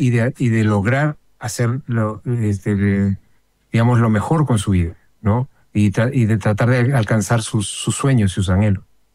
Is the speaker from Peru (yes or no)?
yes; Peru; Por ejemplo, en mi país, en el Perú, ¿no?